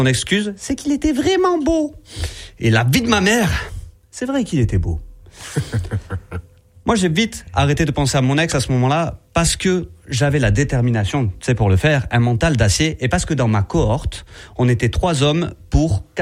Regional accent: Southern France, France; je viens du sud de la France, et j'ai fait mes études dans le sud de la France

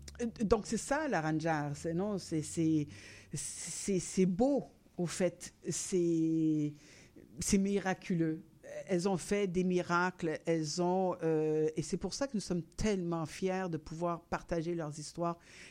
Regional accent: northern Italy, Italy; Donc, ma mère n'avait pas ses recettes. On vient du nord de l'Italie.

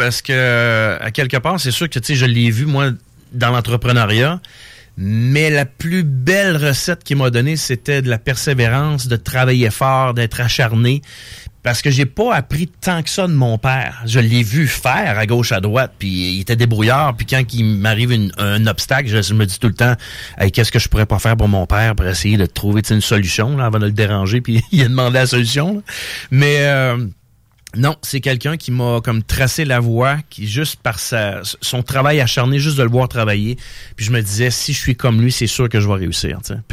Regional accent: Thetford Mines, Quebec, Canada; Natif, en plein de la même région.

